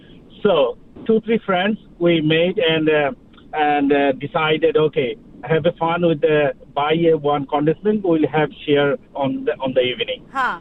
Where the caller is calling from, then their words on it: Kerala, India; I'm calling from the Kerala.